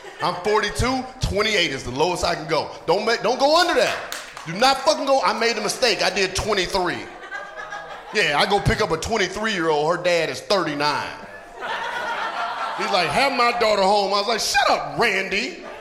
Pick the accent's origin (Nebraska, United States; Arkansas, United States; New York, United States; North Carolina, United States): North Carolina, United States; also born or lived in Atlanta, United States; But I'm from the South. I'm from Atlanta, went to school, from North Carolina, went to school in Atlanta.